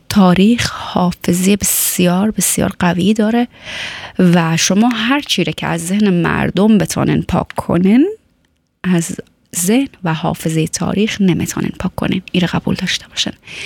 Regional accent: Afghanistan; من و شما هم از افغانستان آمدیم

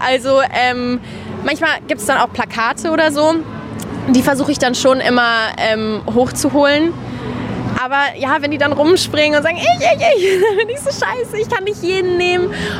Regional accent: Karlsruhe, Baden-Württemberg, Germany

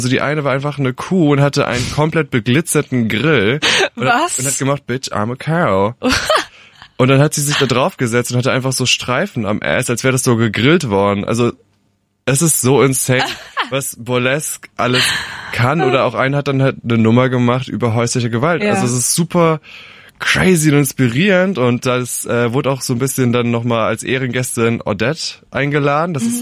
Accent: Rhineland-Palatinate, Germany; Nähe Alzey.

